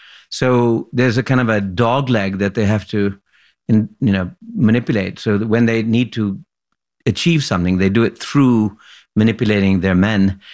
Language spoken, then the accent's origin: English; Lahore, Punjab, Pakistan; I was brought up in Lahore, and we had these, you know, wonderful old they're called servants